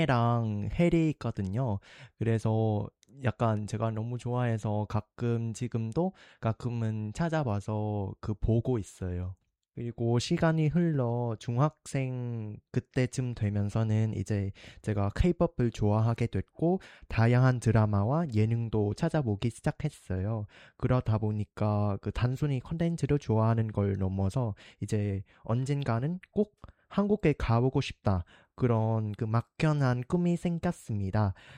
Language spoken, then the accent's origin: Korean; Vietnam; Korean is a second language; moved away as an adult; now in South Korea; 저는 베트남에서 온